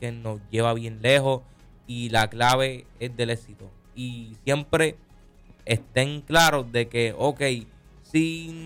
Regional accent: Luquillo, Puerto Rico; También un fuerte abrazo al alcalde Joey Meléndez y a Jesús Yerimar, que es de mi pueblo de Luquillo.

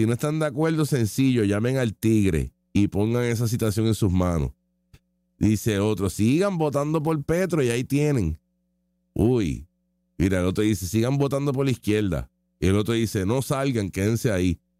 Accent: Colombia; now in abroad; O sea que eso es Colombia, yo no puedo hacer nada, estamos desde acá.

